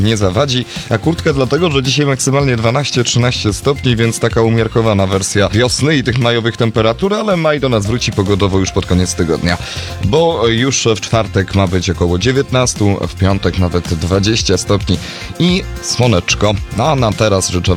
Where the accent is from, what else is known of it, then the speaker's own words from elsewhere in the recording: Kraków, Lesser Poland, Poland; jak to mówimy po krakowsku, na pole